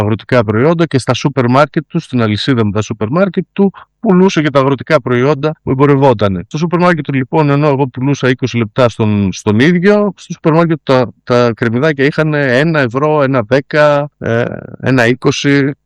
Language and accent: Greek; Trikala, Thessaly, Greece; στην πόλη μου, στα Τρίκαλα